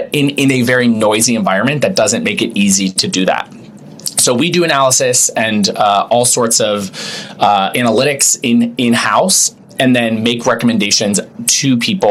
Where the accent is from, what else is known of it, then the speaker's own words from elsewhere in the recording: Ohio, United States; Yes, I am originally from Ohio, so I'm a Midwesterner at heart. And yes, a Buckeye.